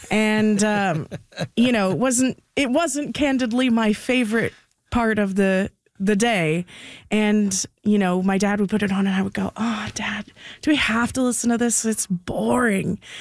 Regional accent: South River, Ontario, Canada; we are from South River, but we're about 45 minutes outside of the town in a unorganized township called Lount.

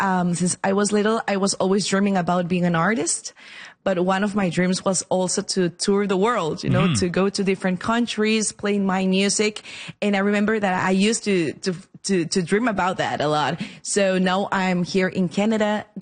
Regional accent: Guatemala; First of all, I'm from Guatemala.

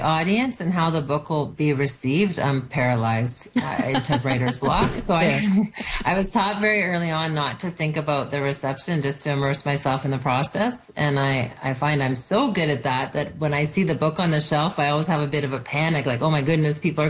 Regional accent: Canada; When we're from Canada

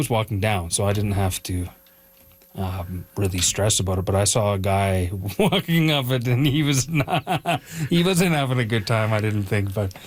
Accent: Edmonton, Alberta, Canada; I'm from Edmonton. I live in Leduc, which is right outside Edmonton.

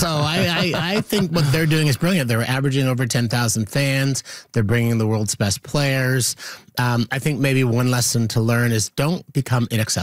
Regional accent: Orillia, Ontario, Canada; go back to Muskoka, go to my hometown of Orillia.

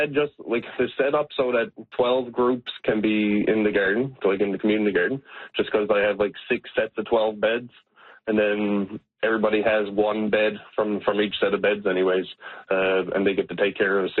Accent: Witless Bay, Newfoundland and Labrador, Canada; I remember growing up, I'm from Whitless Bay on the Southern Shore. I remember growing up and going into Ghouls all the time and just seeing the plastic on the fields

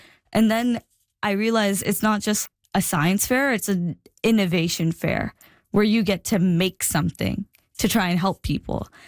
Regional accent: India; I was born in India, and my family grew up relatively low income

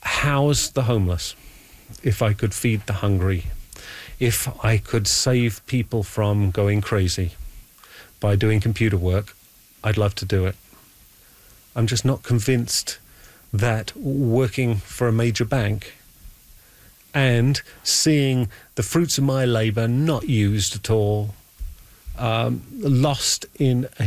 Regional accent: London, United Kingdom; You know, when I was 7 years old, you can tell from my accent, I grew up in London, England, and we had a little house there in the urban center of the great old decaying British Empire.

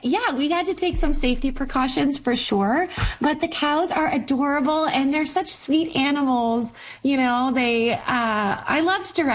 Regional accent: Trenton, Ontario, Canada; Growing up in Trenton

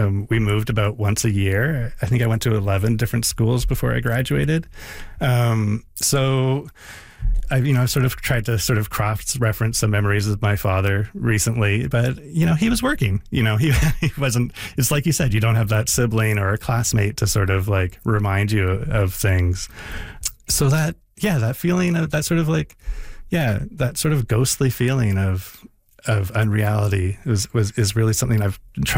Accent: Canada; born or raised there; also born or lived in San Francisco, United States

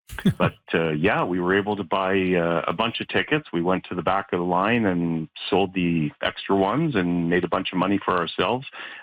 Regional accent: Toronto, Ontario, Canada; now in Kenora, Canada; I grew up in Toronto. I was there most of my life.

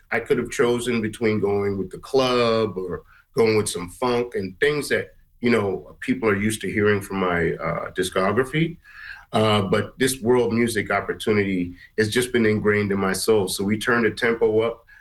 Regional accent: Guyana; now in Canada; I'm from Guyana, so … I'm mixed.

